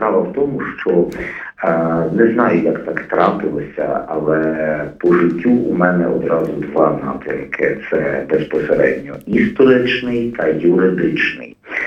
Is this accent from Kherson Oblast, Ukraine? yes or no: no; Chernihiv, Chernihiv Oblast, Ukraine; born or raised there